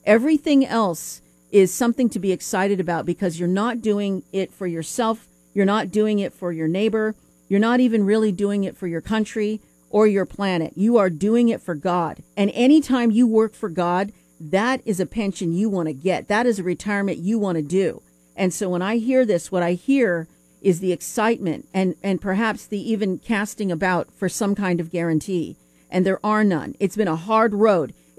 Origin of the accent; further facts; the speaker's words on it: United States; I love being an American.